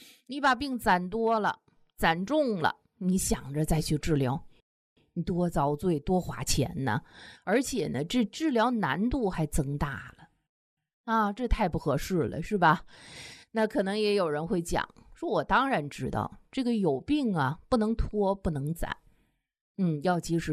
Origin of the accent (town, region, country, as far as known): China